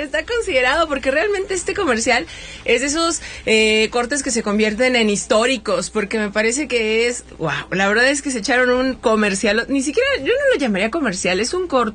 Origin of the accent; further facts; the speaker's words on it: Mexico; Como mexicanos tenemos a mi estimado Raúl Jiménez con la selección nacional.